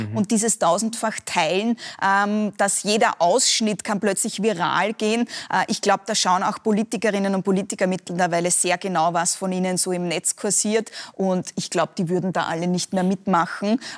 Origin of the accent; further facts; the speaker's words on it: Austria; Also 2022 dann der Ukraine-Krieg, die Teuerungskrise bei uns in Österreich dann.